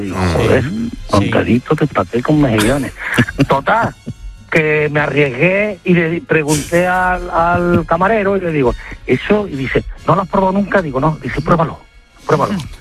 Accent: Seville, Andalusia, Spain; soy de Sevilla, en la Alfalfa en Sevilla estaba ahí tomando una copa allí con un amigo

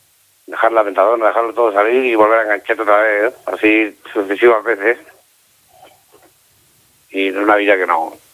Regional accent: Lleida, Catalonia, Spain; Yo soy de Lleida.

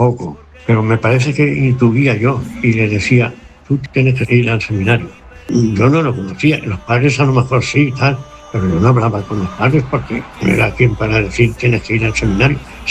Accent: Fuente el Fresno, Castilla-La Mancha, Spain; moved away as an adult; also born or lived in Villarrubia de los Ojos / San Lorenzo de Calatrava; soy de Fuente del Fresno y nací en el año 1939.

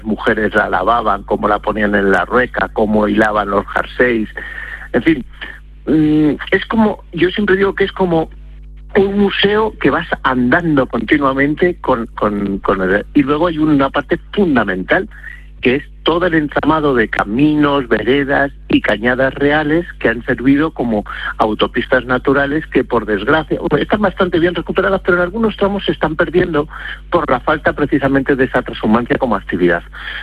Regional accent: Castile and León, Spain; ¿cómo no lo voy a conocer si es mi tierra? Si es que yo me crié tirando cantos a los del pueblo de arriba, a los de Navasequilla, y los de la Lastra me tiraban cantos a m

